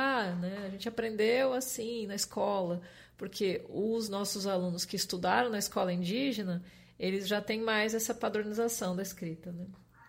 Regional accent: Santa Catarina, Brazil; now in Rondônia, Brazil; eu que sou de Santa Catarina, né, e é professora também do Sul, né, do Paraná

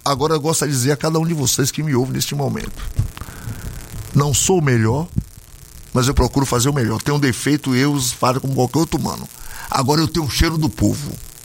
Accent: Ipiaú, Bahia, Brazil; minha cidade natal, onde eu nasci, onde o meu DNA é daqui

